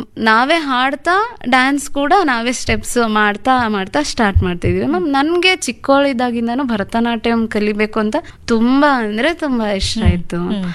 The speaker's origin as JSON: {"language": "Kannada", "town": "Kunemadi", "region": "Karnataka", "country": "India", "tie": "born or raised there", "said": "ನಮ್ದು ಕುಣೆಮಾದಿ ಹಳ್ಳಿ ಅಂತ, ಕೊಟ್ಟೂರ್ ಹತ್ರ, ಹರಪನಹಳ್ಳಿ ತಾಲೂಕು, ವಿಜಯನಗರ ಡಿಸ್ಟ್ರಿಕ್ಟ್ ನಮ್ದು. ಅಲ್ಲಿ ನಮ್ದು ಒಂದು ಚಿಕ್ಕ ಗ್ರಾಮ, ಆದ್ರೂ ನಮ್ಮ ಬಾಲ್ಯದ ದಿನಗಳು ತುಂಬಾ ಚೆನ್ನಾಗಿತ್ತು."}